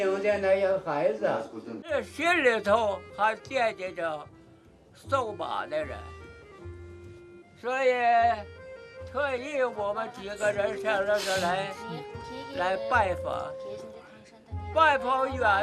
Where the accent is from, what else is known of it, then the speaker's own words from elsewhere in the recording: Harbin, Heilongjiang, China; now in Tangshan, China; 我是哈尔滨人，但是我想和唐山人在一起。